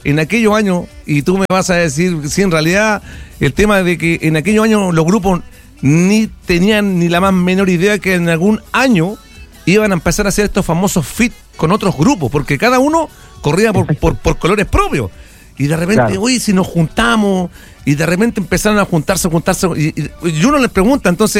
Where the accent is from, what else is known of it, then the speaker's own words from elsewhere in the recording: Quintero, Valparaíso, Chile; yo soy de Quintero, igual que Yari